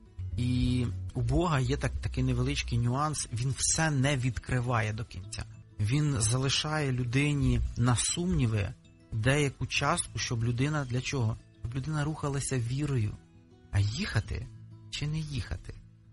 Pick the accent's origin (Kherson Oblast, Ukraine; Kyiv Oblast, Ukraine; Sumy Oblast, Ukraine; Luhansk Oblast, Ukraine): Kyiv Oblast, Ukraine; Bila Tserkva; Я з Білої церкви.